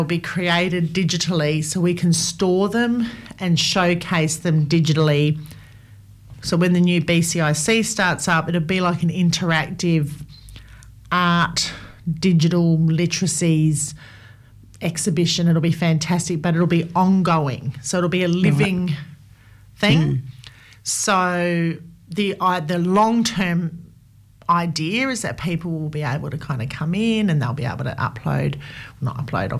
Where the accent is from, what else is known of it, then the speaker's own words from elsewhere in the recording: Gawler, South Australia, Australia; I mean, I come from Gawler. This is not a great example, but I come from Gawler, where apparently chicken salt was invented.